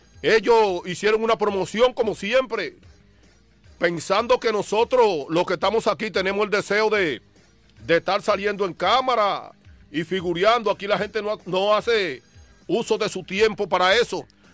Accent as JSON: {"language": "Spanish", "country": "Dominican Republic", "moved": "yes", "lives_now": "Boston, United States", "said": "como decimos nosotros dominicanos"}